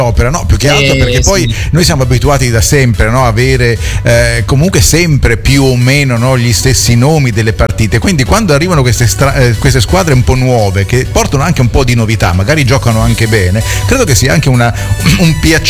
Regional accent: Rome, Lazio, Italy; Da romano ti posso dire che, anche se non sono uno che segue il calcio, però sentire il Frosinone in Serie A è una cosa che ti fa sentire un po' strano, no?

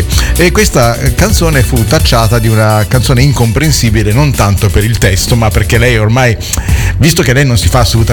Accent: Rome, Lazio, Italy; Io che sono di Roma e che quindi conosco molto bene il Piper

